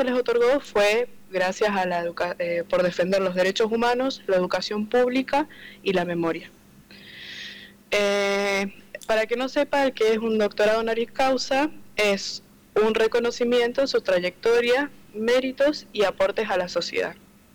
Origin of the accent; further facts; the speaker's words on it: San Rafael, Mendoza, Argentina; tengo 21 años. Bueno, soy de San Rafael Mendoza